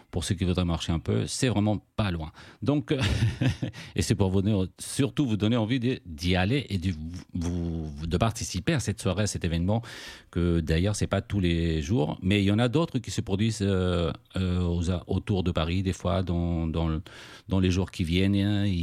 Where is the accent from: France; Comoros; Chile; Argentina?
Chile; moved away; en tant que latino-américain et chilien